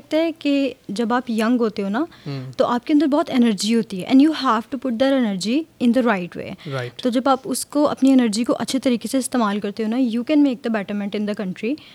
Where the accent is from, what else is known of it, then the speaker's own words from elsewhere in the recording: Faisalabad, Punjab, Pakistan; اور میں فیصلہ آباد سے ہوں.